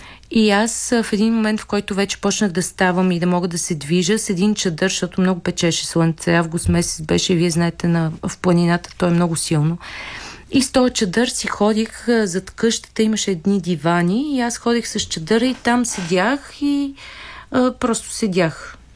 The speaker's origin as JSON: {"language": "Bulgarian", "town": "Svishtov", "region": "Veliko Tarnovo Province", "country": "Bulgaria", "tie": "born or raised there", "moved": "yes", "said": "Аз съм родена там, как дали го знам? Аз съм оттам."}